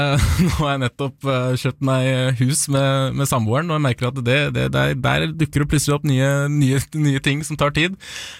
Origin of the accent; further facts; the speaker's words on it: Svelvik, Vestfold, Norway; de jeg er jo selv fra Svelvik. Alle i Svelvik har vært i Svelviksposten en eller annen gang